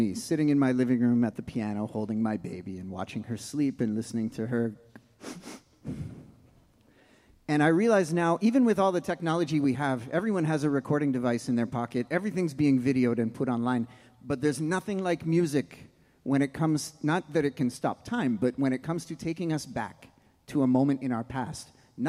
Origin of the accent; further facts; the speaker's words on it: Canada; We're from Canada.